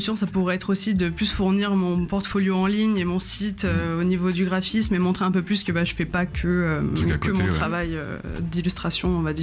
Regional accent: Clermont-Ferrand, Auvergne-Rhône-Alpes, France; Ouais, je suis de la région. Ouais, je suis d'ici. Enfin, je suis d'ici, j'ai un peu bougé, mais globalement, je suis sur de Clermont.

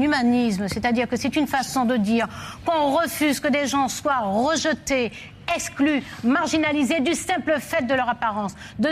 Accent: French Guiana; moved away; Je suis d'Amazonie, je suis noire parce que dans ce pays on dit que les gens sont noirs ou qu'ils sont blancs.

